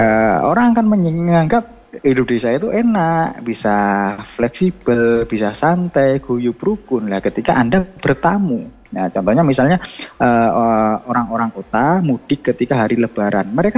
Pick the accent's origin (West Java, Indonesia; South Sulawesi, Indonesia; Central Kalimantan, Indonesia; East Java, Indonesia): East Java, Indonesia; now in Malang, Indonesia; Saya ini dari Malang Selatan, tepatnya di Kecamatan Donomulyo. Nah, ini saya ya dari kecil